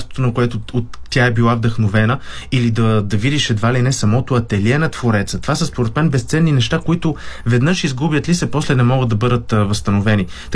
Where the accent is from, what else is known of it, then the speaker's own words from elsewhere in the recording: Sofia, Sofia City, Bulgaria; аз съм също като тях софиянец, който и майка ми, и баба ми са родени в София, така че за мен София е моят роден град